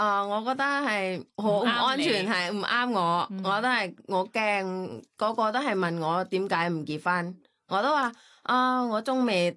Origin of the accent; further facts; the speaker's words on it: Bangkok, Thailand; Cantonese is a second language; 因为我嚟自曼谷长大嘅、